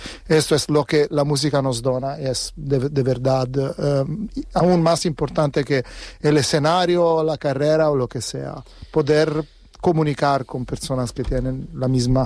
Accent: Tuscany, Italy; Spanish is a second language; Yo personalmente, de verdad, que procedo de Toscana.

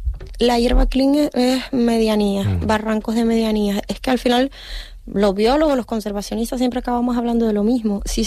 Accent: El Hierro, Canary Islands, Spain; now in Tenerife, Spain; soy meta canaria.

